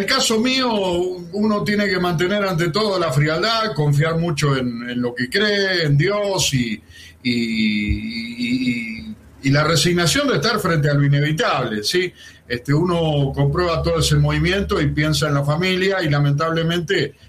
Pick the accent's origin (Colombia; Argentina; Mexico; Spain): Argentina; Lo que sí, como argentino, y perdóneme que se lo diga